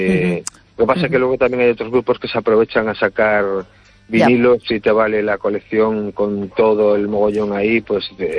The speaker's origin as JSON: {"language": "Spanish", "town": "Cangas", "country": "Spain", "said": "yo soy de Cangas y tengo ese uh-huh. lenguaje aún de ir a sachar abeja."}